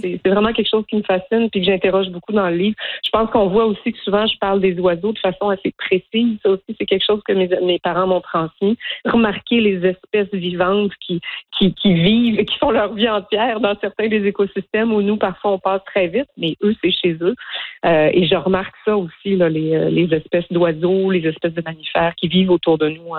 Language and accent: French; Ontario, Canada; Donc, je suis née en Ontario, j'ai grandi en Ontario.